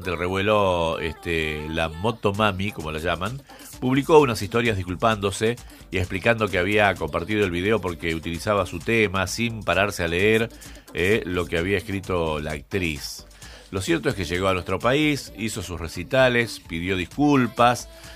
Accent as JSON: {"language": "Spanish", "country": "Argentina", "said": "ella sabe cómo somos los argentinos"}